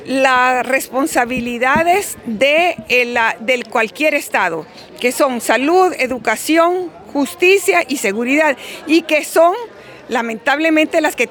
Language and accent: Spanish; Honduras